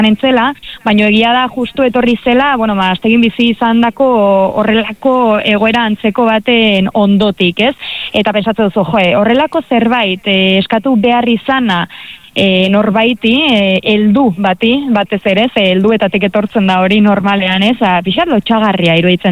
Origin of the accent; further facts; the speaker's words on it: Lesaka, Navarre, Spain; baina nire herrian, Lesakan, oroitzena iz